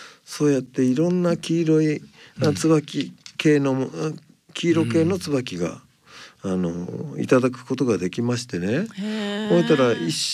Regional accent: Hakodate, Hokkaido, Japan; moved away; 僕の出身の函館

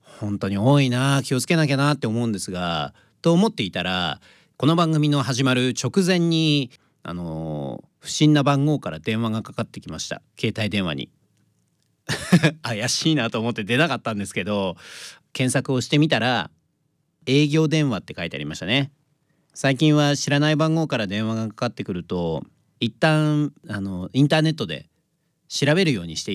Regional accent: Toyama, Japan; 私は富山県から来ているんですが、

